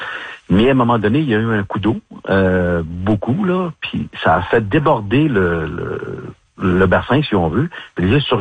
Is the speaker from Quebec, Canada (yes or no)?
yes; Quebec, Canada; moi je viens pas de Pouinigamouk en passant, je viens de la Côte-Nord.